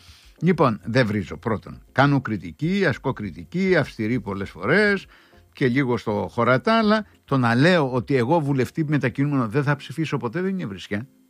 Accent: Crete, Greece

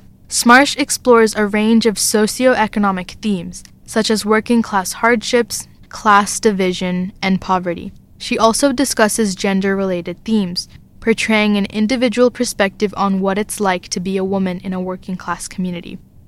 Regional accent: Pittsburgh, Pennsylvania, United States; As an Indian American girl, I have a foot in both settings. I grew up in Pittsburgh, a mainstream American city. But I also have experienced the rural way of life in Karnataka, India.

